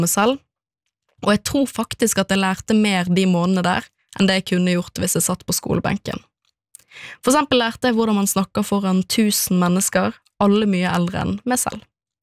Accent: Bergen, Vestland, Norway; og jeg vokste opp i Bergen sentrum i en typisk moderne familie

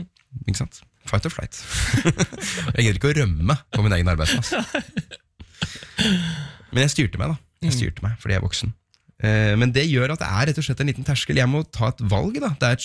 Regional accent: Oslo, Norway; si jeg vokste opp rett ved Oppsal Arena.

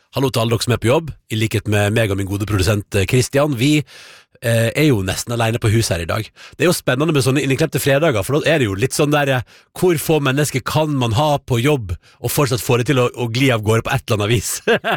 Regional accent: Førde, Vestland, Norway; Da jeg vokste opp i Førde, så var først 17. mai var først barnas dag

